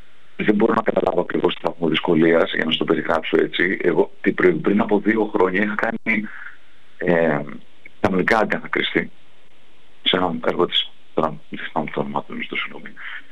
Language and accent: Greek; Greece; εμείς σαν Έλληνες